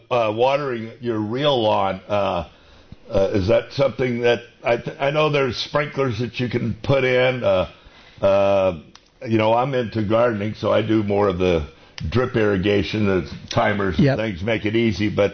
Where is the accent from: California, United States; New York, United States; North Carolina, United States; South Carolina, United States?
California, United States; I took care of a lot of vineyards in my day, and pears growing up in Mendocino County.